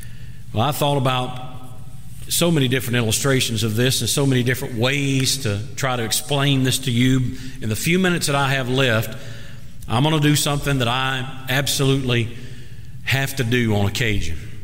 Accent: Colquitt, Georgia, United States; I've been back to my hometown.

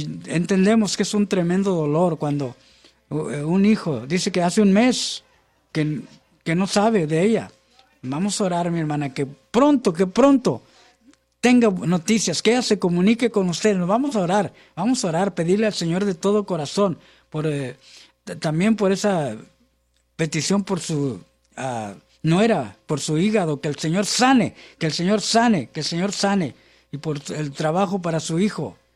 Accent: San Benito, Texas, United States; se reportan de mi pueblito por acá en San Benito y Harlingen

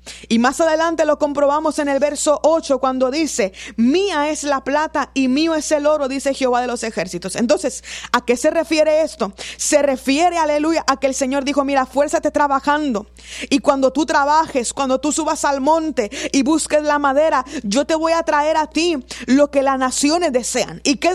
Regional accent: Río Bravo, Tamaulipas, Mexico; yo soy de México. Dios bendiga a los hermanos de Río Bravo que hablan aquí a Radio Vida, que escuchan, aleluya, cada predicación, cada palabra que se da a través de este medio. Yo soy de Río Bravo, aleluya.

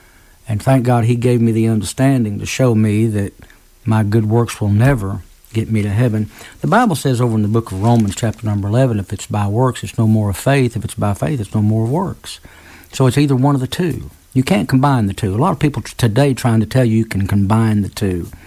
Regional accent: Tennessee, United States; now in Milton, Florida, United States; I grew up in Tennessee

